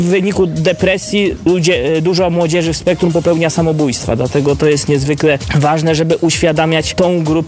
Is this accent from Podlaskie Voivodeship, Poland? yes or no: no; Koszalin, West Pomeranian Voivodeship, Poland; w szkołach u nas w Koszalinie